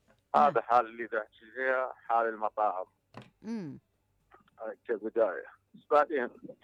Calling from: Baghdad, Baghdad Governorate, Iraq; من بغداد.

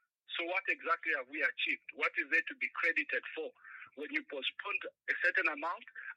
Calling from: Kitwe, Copperbelt, Zambia; I'm calling from Kitwe.

